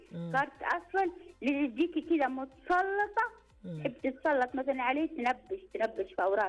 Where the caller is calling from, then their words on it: southern Saudi Arabia, Saudi Arabia; من الجنوب.